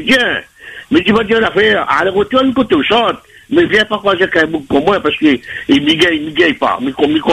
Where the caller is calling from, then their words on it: Réunion; Nous, les Réunionnais, avant tout